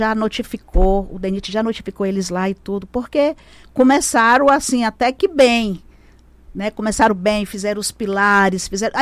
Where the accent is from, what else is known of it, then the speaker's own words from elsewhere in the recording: São João da Baliza, Roraima, Brazil; eu sou lá do sul do estado, sou lá do Baliza.